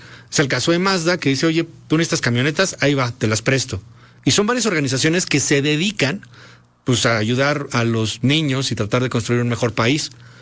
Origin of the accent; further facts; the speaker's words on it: Mexico; Somos mexicanos comodinos, que mientras no nos toque uno que México rueda y arda.